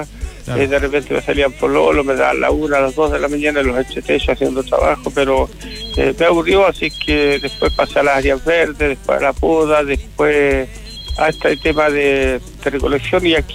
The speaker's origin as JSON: {"language": "Spanish", "town": "Linares", "region": "Maule", "country": "Chile", "said": "Soy de Linares y quiero una persona seria, no quiero jugar."}